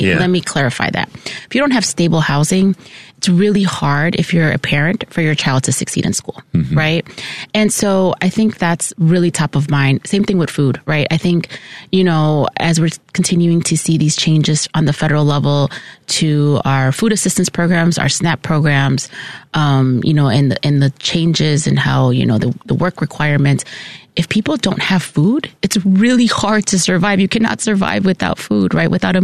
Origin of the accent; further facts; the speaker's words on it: Chicago, Illinois, United States; as somebody, again, who's born and raised in Chicago, lifelong Chicago